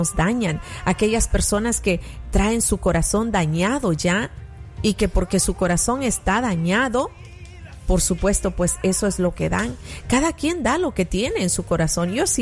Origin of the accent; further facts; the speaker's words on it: El Salvador; born there; moved away; Pero mi país en El Salvador, mi país natal, tiene sus costumbres, su propia cultura